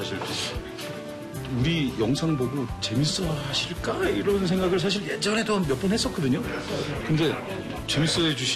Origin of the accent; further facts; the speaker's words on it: South Korea; 저는 한국에서 온 배우예요.